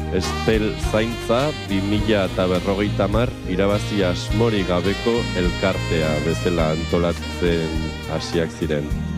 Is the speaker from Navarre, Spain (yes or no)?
yes; Aibar, Navarre, Spain; Gure herrian Oibarren